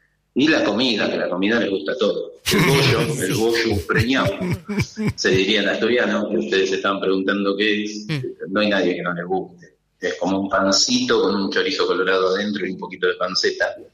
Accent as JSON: {"language": "Spanish", "country": "Argentina", "tie": "born there", "said": "Yo soy gastronómico, hijo de asturiano, nacido en Argentina, padre y madre asturiano"}